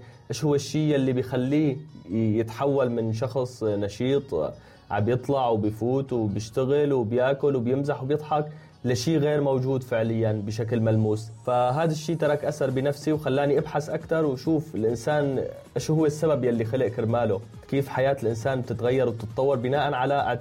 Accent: Syria; now in Turkey; هلأ أنا ببداية رحلتي من سوريا لتركيا بصراحة

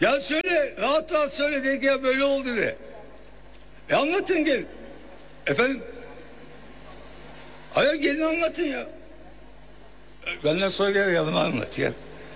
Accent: Diyarbakır Province, Turkey; born there; Ben Diyarbakır ve Erkanacık kasasında doğdum.

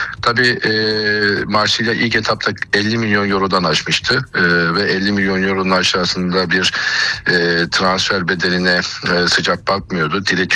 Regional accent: Giresun, Turkey; şey tam şey havası, yayla, güzel deniz. Her şey, Giresun güzel bir şehir. Memleketimi öveyim biraz.

